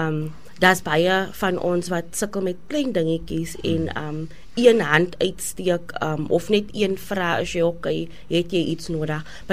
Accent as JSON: {"language": "Afrikaans", "town": "George", "region": "Western Cape", "country": "South Africa", "moved": "yes"}